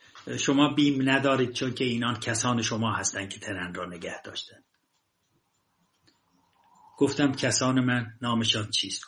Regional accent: Iran; من نخستین ایرانی هستم یا تنها ایرانی هستم که سرلشکر گوهر دوده را دیدم.

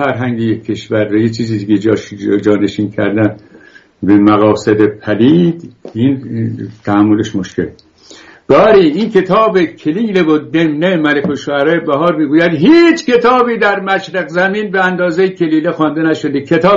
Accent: Iran; بله گفتم لوری، چون من خودم بختیاری هستم که به کسی بر نخوره.

